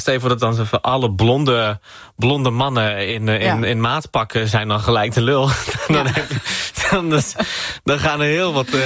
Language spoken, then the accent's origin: Dutch; Netherlands; Toen denk ik, ja, maar ik ben ook Marokkaans. Ja. En ik ben Nederlander en ik ben het allebei.